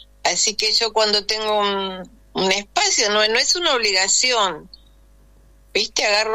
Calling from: Merlo, Buenos Aires Province, Argentina; Soy de Merlo. De acá del oeste.

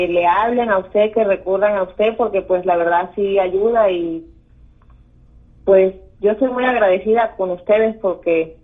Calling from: McKinney, Texas, United States; De Makini.

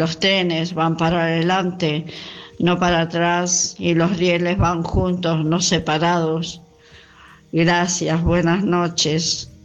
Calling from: Rosario, Santa Fe, Argentina; de Rosario.

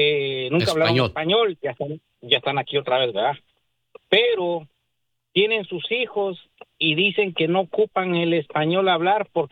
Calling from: Mexico; nosotros somos mexicanos, puro español.

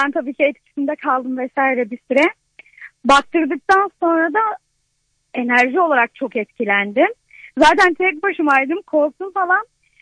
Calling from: Kocaeli, Turkey; Kocaeli'den arıyorum.

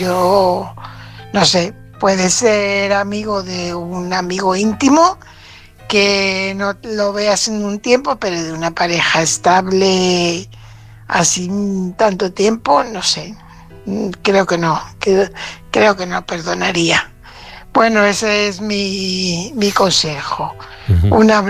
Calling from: Fuenlabrada, Community of Madrid, Spain; corresponsal de Fuenlabrada.

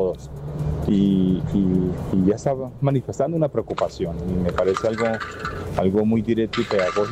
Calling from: Colombia; como colombianos que somos.

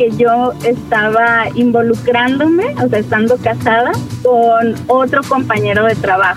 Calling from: Guadalajara, Jalisco, Mexico; De Guadalajara, FM.

